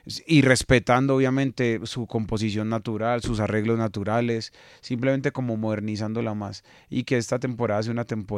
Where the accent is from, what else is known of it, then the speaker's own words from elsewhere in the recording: Medellín, Antioquia, Colombia; vengo de Medellín, capital del reggaetón